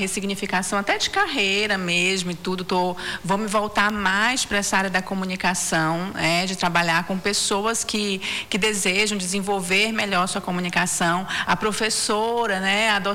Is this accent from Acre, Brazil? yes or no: yes; Acre, Brazil; born there